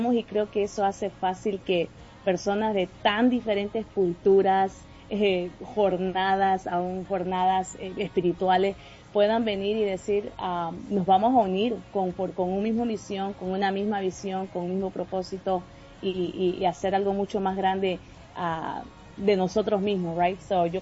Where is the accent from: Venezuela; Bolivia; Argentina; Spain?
Bolivia; now in United States; yo soy de Bolivia